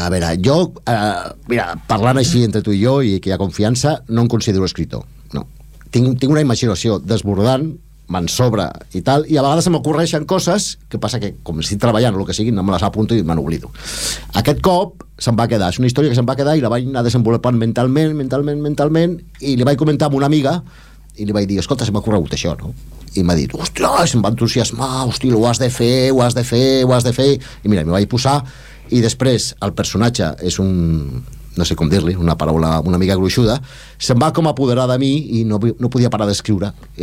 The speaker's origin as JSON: {"language": "Catalan", "town": "Barcelona", "region": "Catalonia", "country": "Spain", "tie": "born or raised there", "lives_now": "Esplugues de Llobregat, Spain", "said": "vaig néixer a Barcelona i vivia al barri de les Corts. Llavors em vaig casar i és com vaig venir cap aquí."}